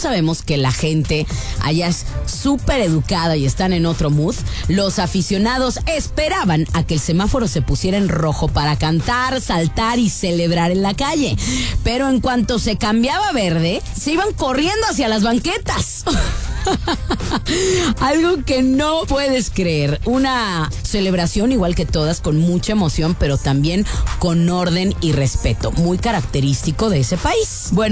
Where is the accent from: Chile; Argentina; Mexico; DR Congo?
Mexico; Guadalajara, Jalisco; ¿Qué haríamos los mexicanos si estamos festejando, por ejemplo, nosotras que somos tapatías, ahí en la Minerva?